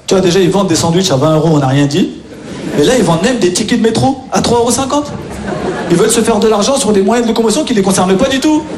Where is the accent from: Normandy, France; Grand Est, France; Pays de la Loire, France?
Pays de la Loire, France; Nantes; Moi, les amis, je viens de Nantes, ok?